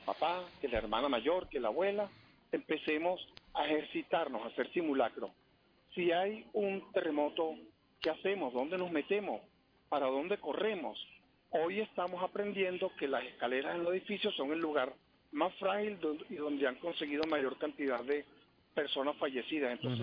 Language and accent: Spanish; Venezuela; De los cuales 108 somos psicólogos venezolanos desplegados a lo largo del país